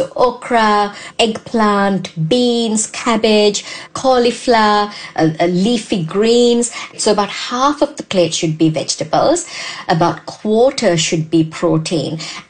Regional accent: Sri Lanka; moved away; growing up in Sri Lanka

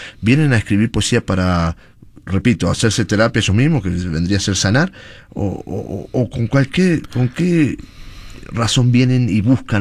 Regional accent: Peru; creo que como peruano, me parece que los peruanos lo defienden a capa y espada

